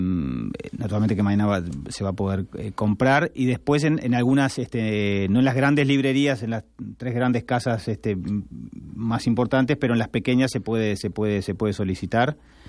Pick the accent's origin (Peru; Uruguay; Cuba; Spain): Uruguay; moved away; also born or lived in Argentina; yo viví, naturalmente soy de Uruguay, viví muchos años en Argentina